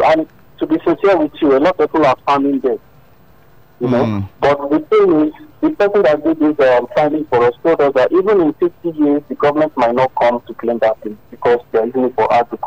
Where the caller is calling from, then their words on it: Lagos, Nigeria; I'm calling from Lagos.